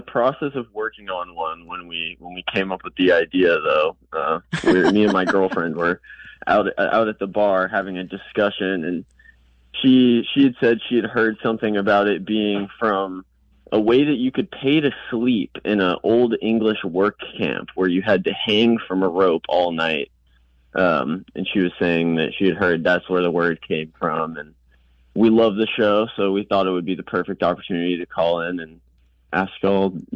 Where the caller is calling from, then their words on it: Charleston, South Carolina, United States; I'm from Charleston, South Carolina.